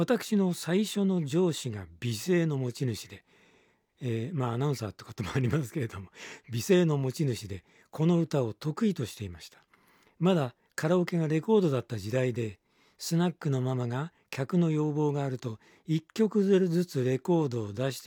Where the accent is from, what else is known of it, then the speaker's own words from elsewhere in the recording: Tochigi, Japan; 船村徹さんってすごい人だと思います。私と同じ栃木県出身であります。